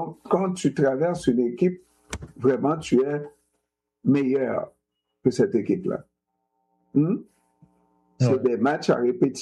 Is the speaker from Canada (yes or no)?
yes; Canada; Si on est des Canadiens, il faut qu'on soit hockey.